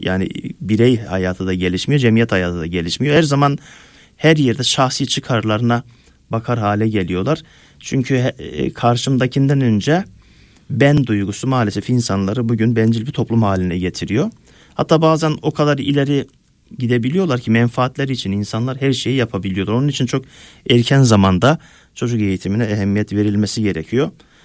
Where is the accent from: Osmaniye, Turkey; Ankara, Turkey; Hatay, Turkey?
Osmaniye, Turkey; Ben Çukurovalıyım, Osmaniyeliyim. Yazları büyüklerle, yaşlılarla, aile büyüklerimizle yaylalara giderdik değerli hocam.